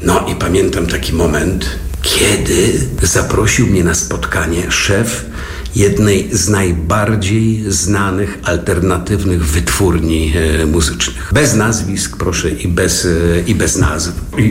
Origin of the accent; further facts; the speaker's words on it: Strzelce Opolskie, Opole Voivodeship, Poland; born there; Moja mama była w Strzelce Opolskim, gdzie się urodziłem, kierowniczką kadr w fabryce mebli.